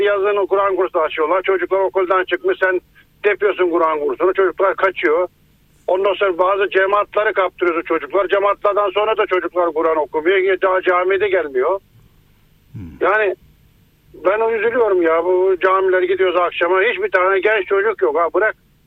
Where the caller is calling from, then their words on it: Istanbul, Turkey; İstanbul İstoç'tan arıyorum.